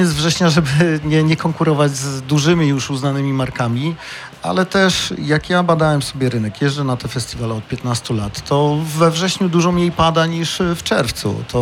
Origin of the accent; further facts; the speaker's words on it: Kuyavian-Pomeranian Voivodeship, Poland; czego brakuje u nas w Kujawsko-Pomorskim